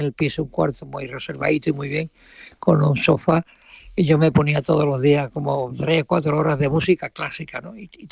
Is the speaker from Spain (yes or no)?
yes; Seville, Andalusia, Spain; born or raised there